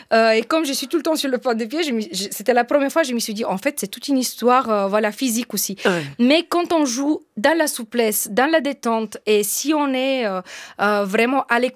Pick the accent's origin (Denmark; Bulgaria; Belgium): Bulgaria; French is a second language; now in France; En fait, j'ai grandi en Bulgarie, dans une famille de musiciens.